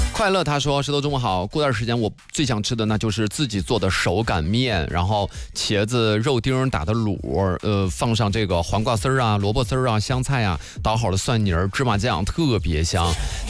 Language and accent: Chinese; Nangong, Hebei, China; 我的老家，我的家乡呢是在南宫，我们那儿有一个这个古庄烧饼，